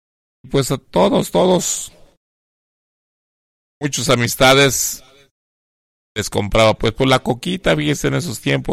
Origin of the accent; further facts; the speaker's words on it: Huetamo, Michoacán, Mexico; born there; moved away; Y yo soy de Tierra Caliente. Yo nací en Huetamo, Michoacán, en el barrio de Dolores, en esta tierra caliente de Huetamo, Michoacán.